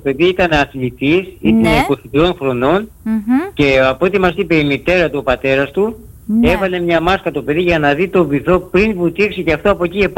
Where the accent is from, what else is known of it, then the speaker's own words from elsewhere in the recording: Lithakia, Ionian Islands, Greece; Λιθακιά, Λιθακιά.